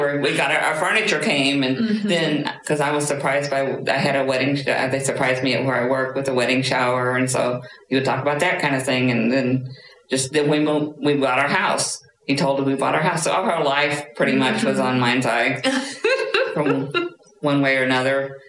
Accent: Missouri, United States; born there; also born or lived in Memphis, United States; No, I was born down in Missouri.

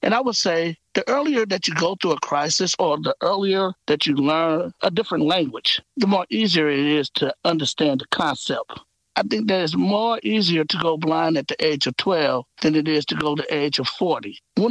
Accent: Kansas City, Missouri, United States; now in St. Louis, United States; I'm originally from Kansas City, a family of four.

